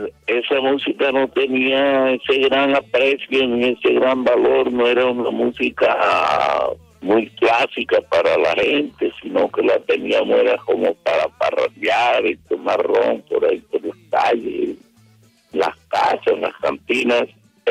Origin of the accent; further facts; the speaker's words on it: El Paso, Cesar, Colombia; Somos nativos del Paso Cesar, nací en el año de 1932.